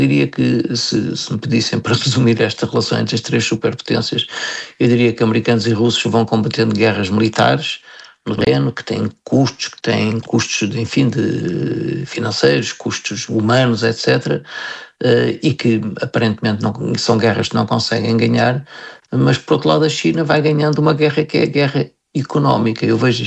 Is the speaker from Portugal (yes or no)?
yes; Portugal; pessoalmente e como português, eu sinto orgulho neste reconhecimento